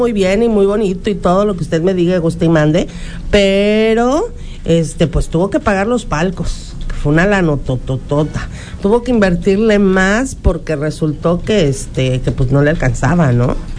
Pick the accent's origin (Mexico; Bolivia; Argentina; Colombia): Mexico; en nuestro país lo más importante no es el deporte